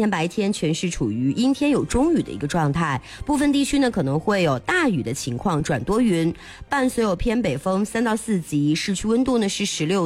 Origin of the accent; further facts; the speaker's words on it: Fencheng, Shanxi, China; now in Linfen, China; 汾城古建筑群古侧柏这个我更知道，我老家的嘛，